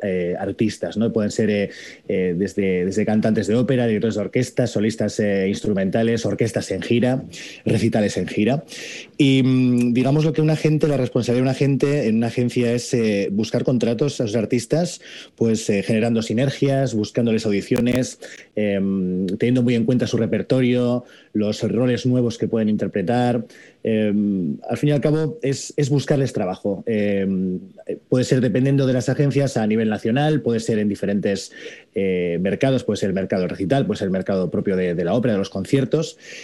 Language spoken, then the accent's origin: Spanish; Bilbao, Basque Country, Spain; Yo soy de Bilbao, del País Vasco